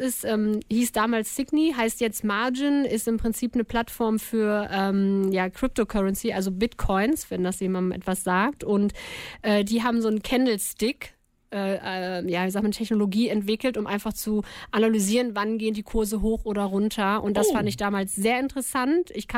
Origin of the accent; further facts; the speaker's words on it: Gütersloh, North Rhine-Westphalia, Germany; moved away as an adult; also born or lived in Hamburg / Münster; now in Bielefeld, Germany; ich bin in Gütersloh aufgewachsen, aber zurückgekommen nach Gütersloh Bielefeld bin ich natürlich auch für den Job, aber auch der Liebe wegen. Weil mein damaliger Freund lebte in Münster und ich in Hamburg